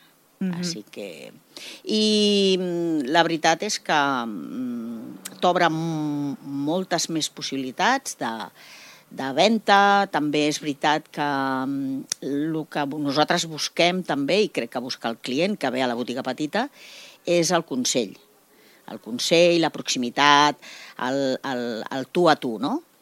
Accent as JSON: {"language": "Catalan", "town": "Castelldefels", "region": "Catalonia", "country": "Spain", "tie": "born there", "said": "Jo sóc nascuda aquí a Castelldefels, tota la vida he estat al comerç"}